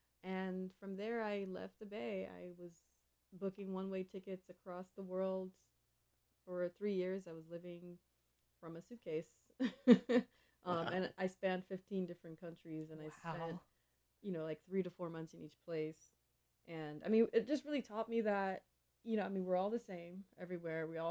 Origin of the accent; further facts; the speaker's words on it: Nigeria; moved away; I grew up in Nigeria